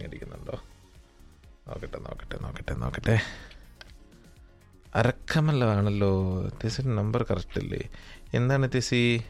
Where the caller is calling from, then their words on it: Bur Dubai, Dubai, United Arab Emirates; ഇത് ഞാൻ വിളിക്കുന്നത് ബർദുബായിൽ നിന്നാണ്.